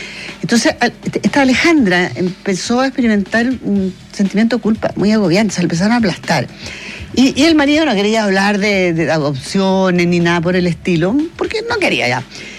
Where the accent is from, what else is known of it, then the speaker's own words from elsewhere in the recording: Chile; Y entonces uno, como chileno, no conoce la historia, toma como al espectador desprevenido.